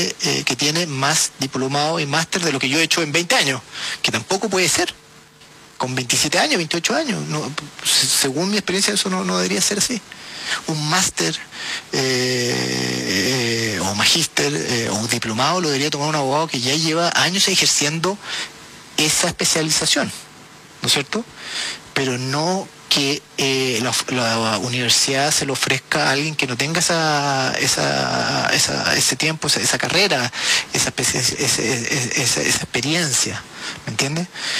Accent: Viña del Mar, Valparaíso, Chile; trato de contratar siempre gente de Viña del Mar, porque tengo un cariño con mi ciudad natal.

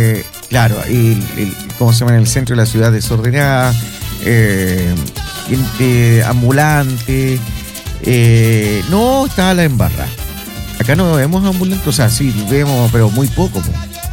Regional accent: Valparaíso, Chile; born there; Yo soy nacido en Valparaíso, pero Valparaíso está tirada.

